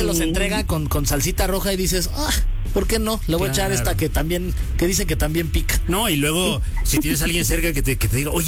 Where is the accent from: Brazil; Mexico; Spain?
Mexico; born there; estas cosas que solo nosotros los que nacimos aquí en México entendemos.